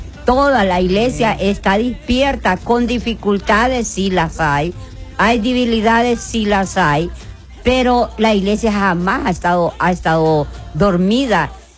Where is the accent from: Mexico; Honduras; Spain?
Honduras; born there; los 298 municipios que tenemos en nuestro país, que es un país hermoso, porque es el país en donde yo nací, y donde yo voy a morir también